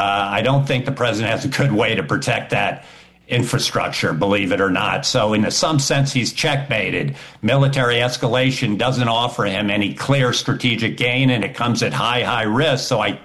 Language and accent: English; United States; Listen, I, as an American citizen